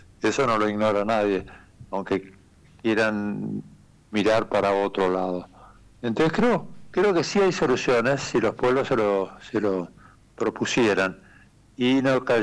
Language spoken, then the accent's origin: Spanish; Argentina; mi país, Argentina. Hablo de Argentina, pues un país que amo, quiero y me he quedado acá por eso mismo, por amor.